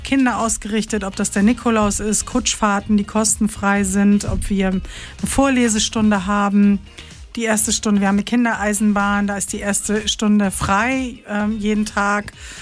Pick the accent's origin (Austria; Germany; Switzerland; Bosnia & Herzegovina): Germany; Rhineland; born there; moved away; weil ich bin gebürtig aus dem Rheinland